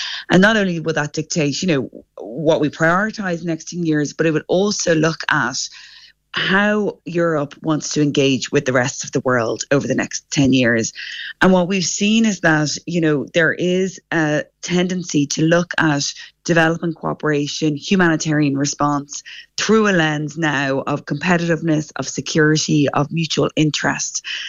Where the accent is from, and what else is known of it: Ireland